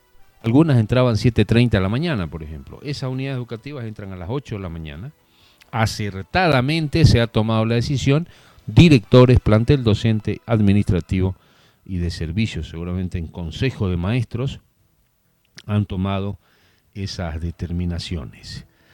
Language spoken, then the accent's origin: Spanish; Vallegrande, Santa Cruz, Bolivia; No deja llamar la atención como vallegrandinos, como cruceños, como bolivianos